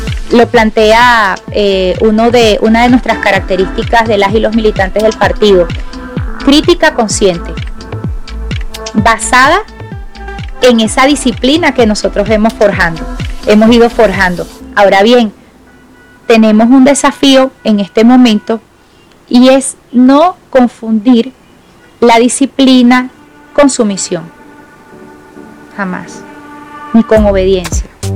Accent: Venezuela; el rol que tenemos hoy como venezolanos y venezolanas

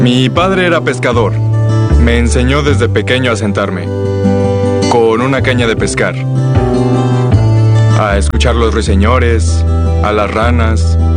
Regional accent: Kozelsk, Kaluga Oblast, Russia; Aquí todo es familiar. Toda la gente me conoce y también conoció a mis padres. Es mi tierra natal. Aquí nací

